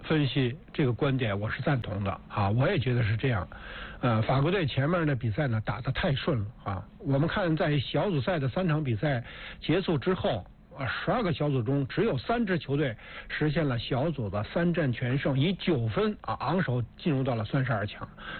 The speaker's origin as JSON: {"language": "Chinese", "country": "China"}